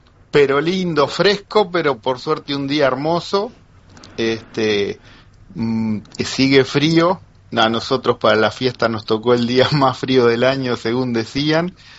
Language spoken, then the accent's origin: Spanish; Barker, Colonia, Uruguay; zona de Barker es muy grande, porque abarca también la parte de campo. Yo, por ejemplo, no vivo ahí mismo, estoy a 4 kilómetros, pero soy de Barker